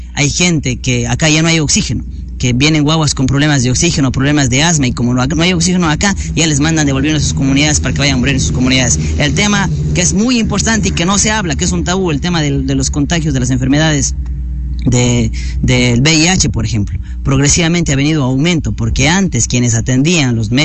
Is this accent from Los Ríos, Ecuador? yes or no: no; Sucúa, Morona Santiago, Ecuador; yo soy concejal del Cantón Sucúa